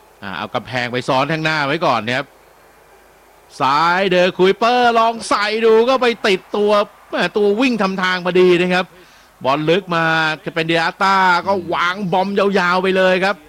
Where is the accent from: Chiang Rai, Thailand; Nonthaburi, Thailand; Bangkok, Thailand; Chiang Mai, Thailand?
Bangkok, Thailand; now in Samut Prakan, Thailand